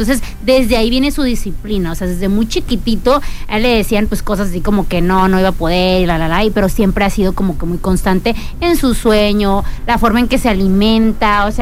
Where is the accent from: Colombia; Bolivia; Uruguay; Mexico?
Mexico